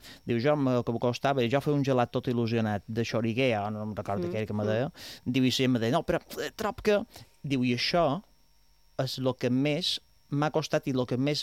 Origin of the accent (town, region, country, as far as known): Palma, Balearic Islands, Spain